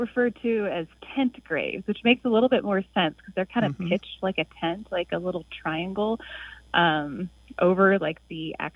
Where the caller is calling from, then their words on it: Denver, Colorado, United States; I'm calling from Denver, Colorado.